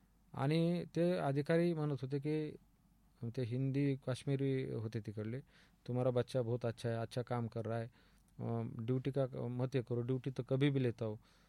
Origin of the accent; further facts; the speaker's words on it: Maharashtra, India; moved away; also born or lived in Chhatrapati Sambhajinagar; घरी आलो डायरेक्ट मी माझ्या गावी म्हणजे संभाजीनगरहून जामखेड तालुक्यात आमच्या धुनपार गावी आलो.